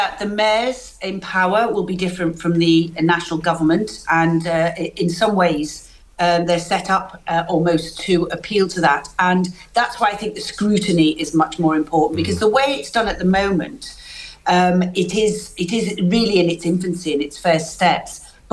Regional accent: Knowsley, North West England, United Kingdom; I grew up in Knowsley, and all my family are still in Knowsley

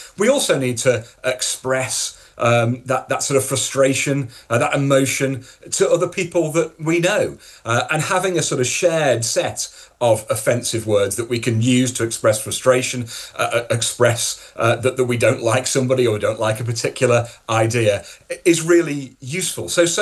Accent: the north of England, United Kingdom; accent: northern; in my accent, which is a northern accent, I have the same vowel

